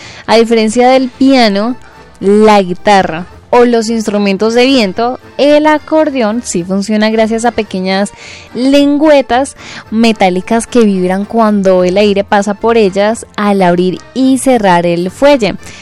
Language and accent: Spanish; Colombia